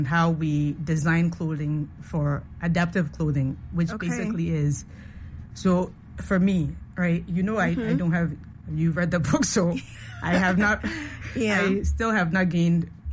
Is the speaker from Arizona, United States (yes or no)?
no; New York, United States; I know Samuel Boache from growing up in New York